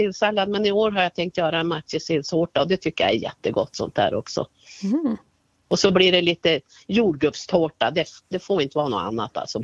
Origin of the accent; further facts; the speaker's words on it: Bjurholm, Västerbotten County, Sweden; moved away; Då åker jag till min hemby där mitt föräldrahem är, som jag rår om då. Och det är i Njörsby i Bjurholms kommun.